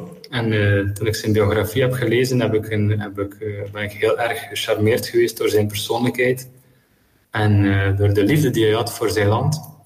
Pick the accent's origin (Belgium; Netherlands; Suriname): Belgium; ik ben echt enorm beginnen houden van mijn land.